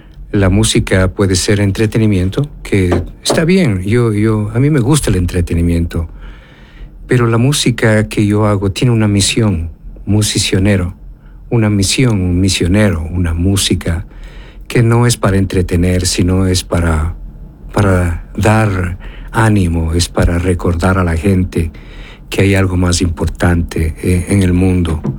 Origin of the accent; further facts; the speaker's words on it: Quito, Pichincha, Ecuador; also born or lived in Cuenca, Ecuador; now in United States; Yo nací aquí en Cuenca, pero cuando tuve un año de haber nacido, me llevaron a Quito a vivir en la capital.